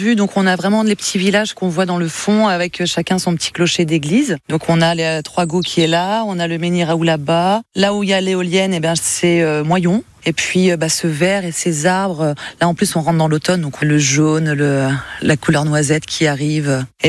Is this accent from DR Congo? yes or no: no; Granville, Normandy, France